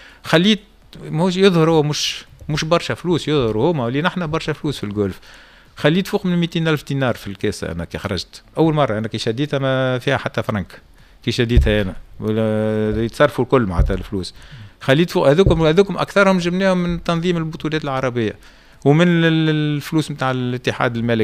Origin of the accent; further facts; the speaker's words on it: Tunisia; انا غادي كتونسي